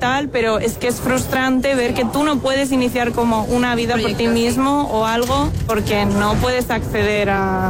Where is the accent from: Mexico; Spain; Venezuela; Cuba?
Spain; Madrid, Community of Madrid; y yo soy de Madrid y es que veo que no voy a tener casa